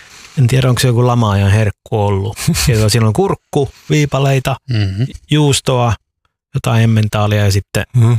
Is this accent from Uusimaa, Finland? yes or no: yes; Järvenpää, Uusimaa, Finland; Järvenpäästä.